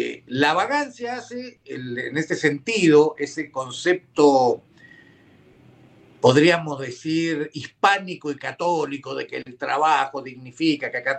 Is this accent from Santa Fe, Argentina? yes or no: no; Mendoza, Argentina; No somos genios los mendocinos. Yo me enorgullezco mucho de ser mendocino, soy mendocinista, si se quiere, pero una es que vivimos en un desierto. Esto es un desierto, no es árido, no es un clima seco, es un desierto. Acá llueve 160 milímetros